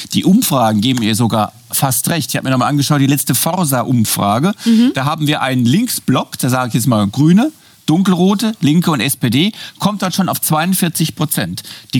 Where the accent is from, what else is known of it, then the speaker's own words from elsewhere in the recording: Germany; Und ich als Deutscher, wie viele andere Deutsche auch